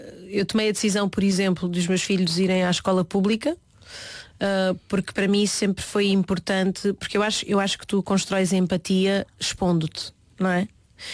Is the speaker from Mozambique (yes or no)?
no; Portugal; born there; porque eu tenho uma cor que não me identifica com o país onde eu nasci, que não me filia ao país onde eu nasci